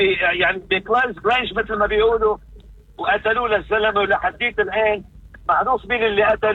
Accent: Lebanon; القضاء اللبناني عندنا بلبنان كان مسيد للنظام السوري

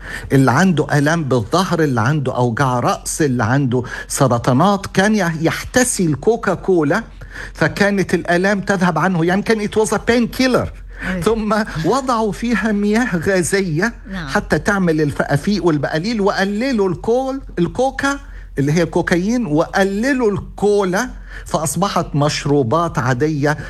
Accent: Egypt; moved away as an adult; now in Australia; بما اني مصري اشجع طبعا المنتخب المصري واتمنى له الفوز، وبما اني استرالي منذ 40 عاما

